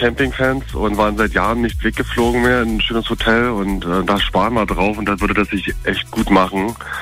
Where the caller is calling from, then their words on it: Falkensee, Brandenburg, Germany; Ich höre euch über die App in Nürnberg. Ich bin aus Falkensee